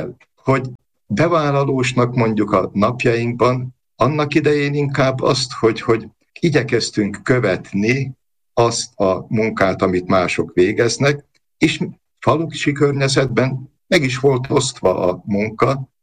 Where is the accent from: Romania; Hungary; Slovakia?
Slovakia; Hrušov, Košice Region; also born or lived in Rožňava; Valóban Rozsnyón születtem, annak idején már a kórházi születések voltak, én ott születtem, de körtvélyesen nevelkedtem föl. 15 éves koromban kerültem el Kassára.